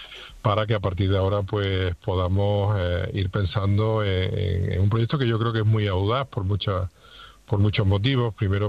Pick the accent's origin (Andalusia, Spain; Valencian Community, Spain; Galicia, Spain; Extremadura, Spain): Extremadura, Spain; Badajoz; los que tenemos ya mucha edad y los que hemos crecido en esta ciudad